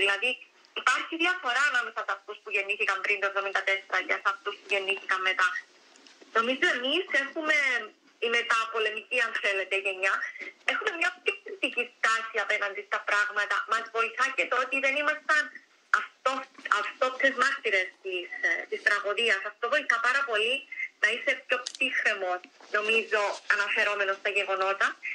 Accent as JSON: {"language": "Greek", "country": "Cyprus"}